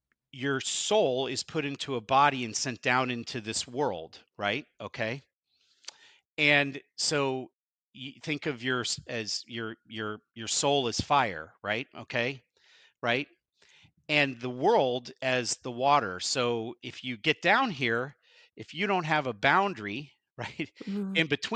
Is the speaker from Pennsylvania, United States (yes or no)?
yes; Pittsburgh, Pennsylvania, United States; I'm from Pittsburgh.